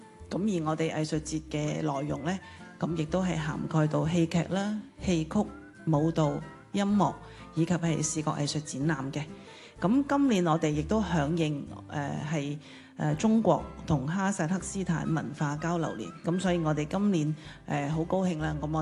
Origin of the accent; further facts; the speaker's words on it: Macau; 咁我哋嘅作品主要都係會緊扣我哋澳門人民脈絡同埋我哋嘅城市記憶